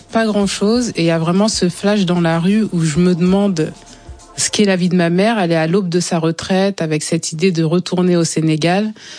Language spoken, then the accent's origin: French; Rouen, Normandy, France; Mais comment ça, de Normandie, vous venez d'où? Je dis, Rouen